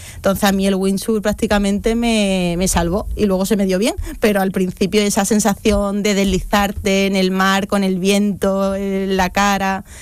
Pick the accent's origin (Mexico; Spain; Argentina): Spain; Seville, Andalusia; porque tenemos un río precioso, soy una bahía de Cádiz a una hora en coche